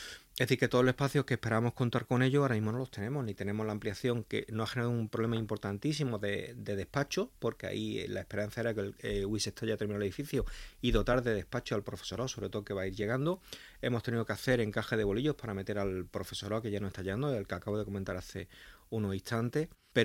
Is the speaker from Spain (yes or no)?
yes; Melilla, Spain; todos los que somos de Melilla creemos muchísimo en nuestra ciudad